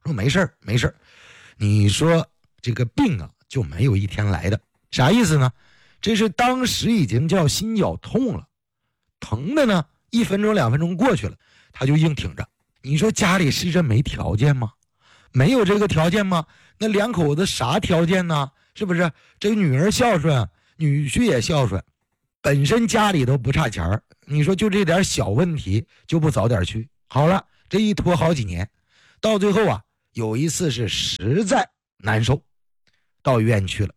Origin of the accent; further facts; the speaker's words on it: Heilongjiang, China; 咱是黑龙江人